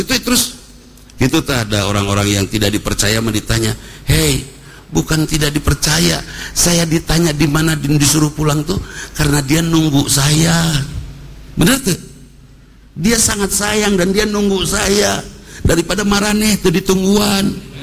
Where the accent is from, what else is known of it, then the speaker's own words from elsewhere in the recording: West Java, Indonesia; Aya bahasa kita orang Sunda.